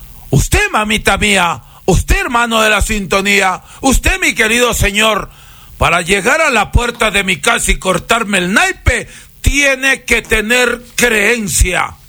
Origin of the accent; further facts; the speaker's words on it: Huancabamba, Piura, Peru; now in Salcedo, Ecuador; soy peruano huancabambino bautizado en la Laguna Blanca, Laguna El Chimbe, Laguna El Toro, Laguna La Palangana.